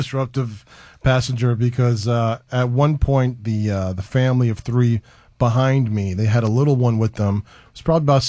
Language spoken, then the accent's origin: English; Brooklyn, New York, United States; I'm from Brooklyn.